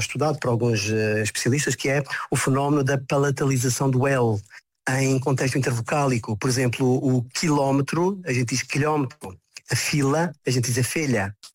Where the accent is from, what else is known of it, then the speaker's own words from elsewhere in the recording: Madeira, Portugal; sair assim de vez em quando com uma particularidade madeirense, que acho que dá uma pimenta diferente à nossa maneira de ser enquanto ilhéu.